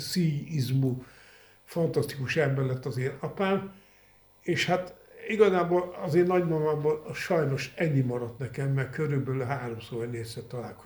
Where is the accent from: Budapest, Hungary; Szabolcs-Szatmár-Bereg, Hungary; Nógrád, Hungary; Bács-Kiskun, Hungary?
Budapest, Hungary; Az édesapám, édesanyám, meg a 6 kerületben a Liget mellett töltöttem az időmet.